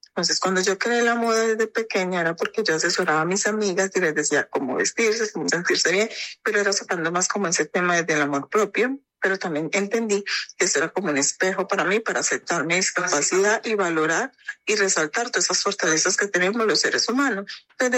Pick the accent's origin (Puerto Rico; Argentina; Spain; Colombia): Colombia; Medellín, Antioquia; De Medellín, soy de parte de Antioquia